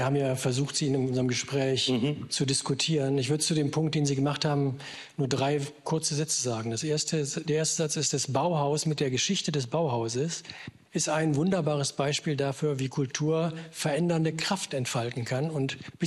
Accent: western Germany, Germany; ich komme ja aus dem Westen, ne?

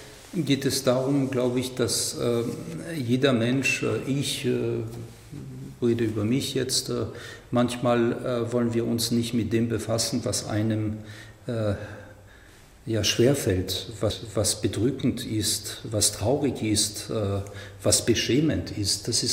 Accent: France; Ich komme aus Frankreich. Mir ist es sehr wichtig.

